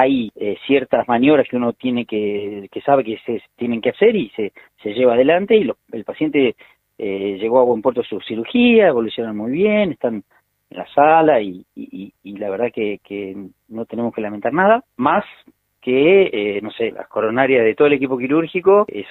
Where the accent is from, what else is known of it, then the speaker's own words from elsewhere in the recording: Esquel, Chubut, Argentina; todos los que somos de Esquel